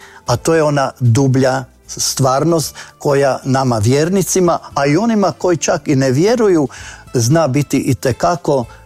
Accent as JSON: {"language": "Croatian", "country": "Croatia", "tie": "born or raised there", "said": "a budući da sam rodom iz Novog Kvirja, tada je se gradila crkva, 70. godine"}